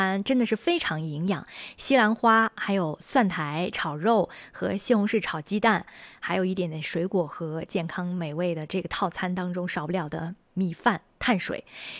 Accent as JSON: {"language": "Chinese", "region": "Shaanxi", "country": "China", "said": "我是陕西人"}